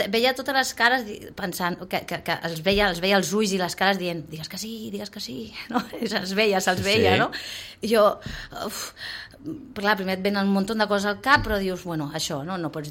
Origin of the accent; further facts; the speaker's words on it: Sitges, Catalonia, Spain; soc de Sitges